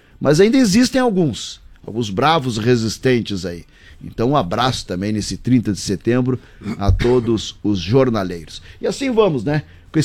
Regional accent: Rio Grande do Sul, Brazil; now in Chapecó, Brazil; Eu não fui criado aqui em Chapecó, fui criado lá na, né, minha parte de infância, adolescência, na Grande Porto Alegre.

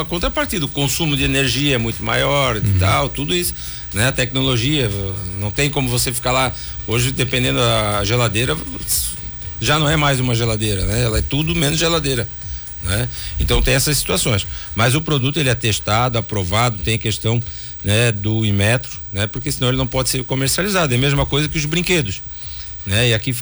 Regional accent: Gaspar, Santa Catarina, Brazil; also born or lived in Blumenau; eu que nasci em Blumenau, mas eu sou gasparense, por um detalhe da vida a gente acabou indo nascer em Blumenau

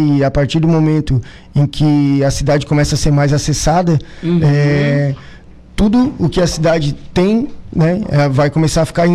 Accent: Araranguá, Santa Catarina, Brazil; eu sou de Araranguá, Santa Catarina, litoral sul de Santa Catarina.

